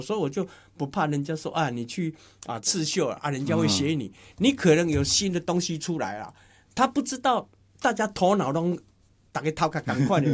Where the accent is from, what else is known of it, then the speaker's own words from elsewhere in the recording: Taiwan; 尤其我们台湾人都很喜欢做大量